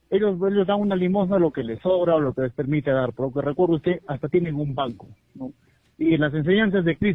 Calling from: Peru

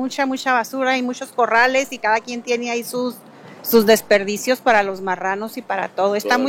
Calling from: San Ignacio, Mexico; yo vivo en San Ignacio

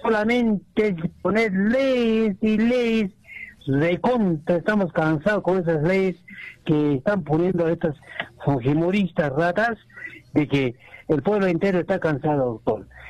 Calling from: Azángaro, Puno, Peru; yo estoy llamando de Azángaro

